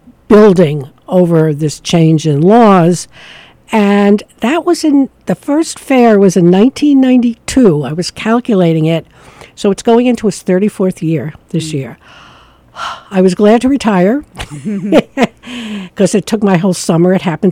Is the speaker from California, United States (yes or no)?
no; New York, United States; now in Savannah, United States; you can tell I'm not from Savannah. I'm from upstate New York.